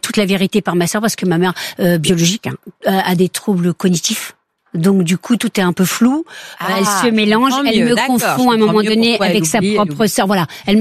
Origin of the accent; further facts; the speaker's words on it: Pays de la Loire, France; moi, je suis originaire d'Anjou.